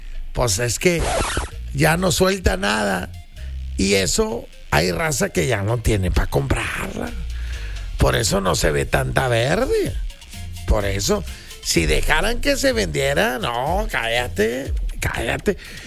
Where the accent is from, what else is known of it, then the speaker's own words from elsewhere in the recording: Mexico; somos mexicanos. Somos mexicanos